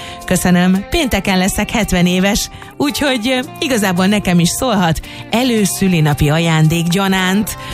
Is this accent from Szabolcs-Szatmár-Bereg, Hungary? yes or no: yes; Nyíregyháza, Szabolcs-Szatmár-Bereg, Hungary; Nyíregyháziak vagyunk, de most Vásárosnaményből fogunk hazaindulni